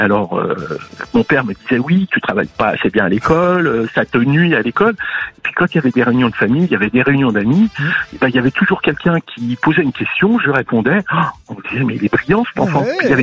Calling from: Île-de-France, France; Du Val d'Oise.

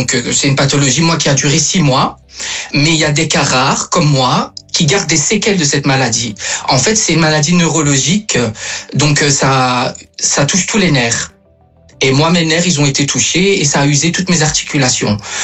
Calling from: Brussels, Brussels-Capital Region, Belgium; Alors, je suis de Bruxelles.

